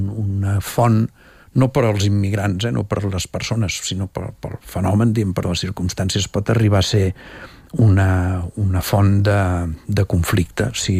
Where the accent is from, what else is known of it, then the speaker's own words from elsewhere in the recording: Terrassa, Catalonia, Spain; ja es nota que sóc de Terrassa